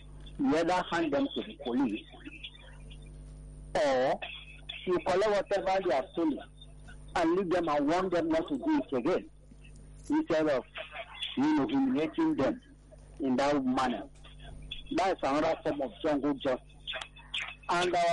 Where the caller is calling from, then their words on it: Ikorodu, Lagos, Nigeria; I'm calling from Abanja in Ikorodu.